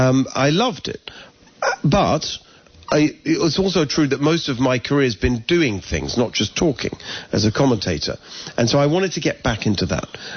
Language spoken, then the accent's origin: English; England, United Kingdom; now in United States; So we moved here from England, as people can hear my accent. I'm not originally from here.